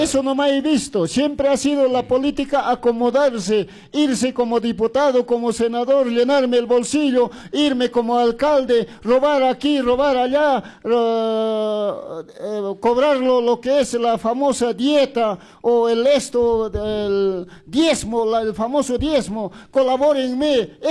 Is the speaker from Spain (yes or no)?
no; Santo Tomás, Cusco, Peru; Somos hermanos de Chumbivilcas, de Santo Tomás.